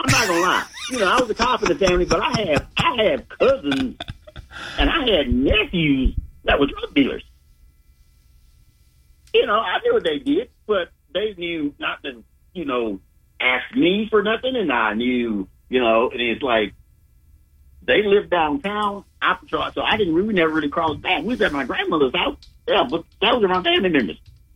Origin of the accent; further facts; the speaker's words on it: Augusta, Georgia, United States; my father's family from Lincoln, but my mom's family is Augusta. We're from downtown Laney Walker area. You know, I grew up in Sunset Homes when I was down here.